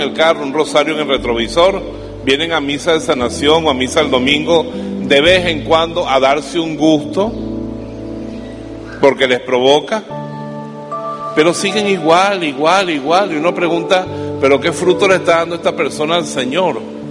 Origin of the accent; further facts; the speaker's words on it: Venezuela; also born or lived in Colombia / Spain; Yo soy venezolano, pero estudié el seminario en Caracas, en Colombia y en España. Y en ese retiro en Colombia, en Antioquia, yo hablo antioqueño, perfecto.